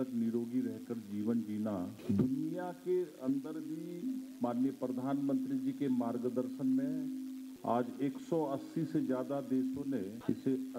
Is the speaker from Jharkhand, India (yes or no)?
no; Uttarakhand, India; born there; हम लोग बहुत सौभाग्यवान हैं कि पहले हमारा जन्म भारत में हुआ है और उससे भी ज्यादा हम लोग बहुत ही सौभाग्यवान हैं कि हमारा जन्म कुमाऊं की सुंदर वादियों में हुआ है।